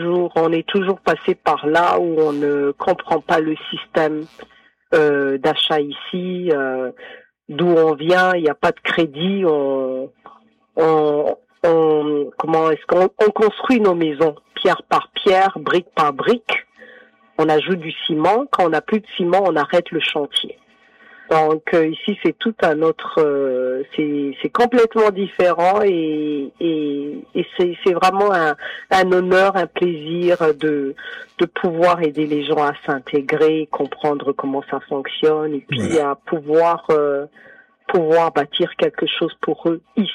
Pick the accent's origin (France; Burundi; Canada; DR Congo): Burundi; Oui, je viens du Burundi. En Afrique de l'Est.